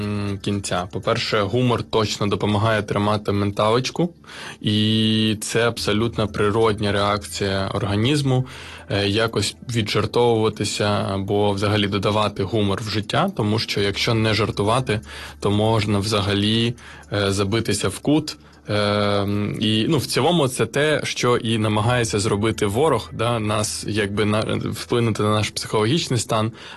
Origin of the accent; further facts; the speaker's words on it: Dnipro, Dnipropetrovsk Oblast, Ukraine; я сам з Дніпра